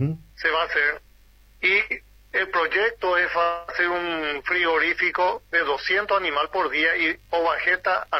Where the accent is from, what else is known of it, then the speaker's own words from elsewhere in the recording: San Pedro, Paraguay; born there; preferí venir a quedarme acá, en mi casa, donde yo nací